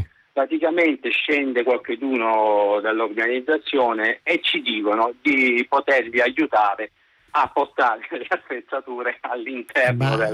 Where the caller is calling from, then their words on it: Taranto, Apulia, Italy; nella mia città di Taranto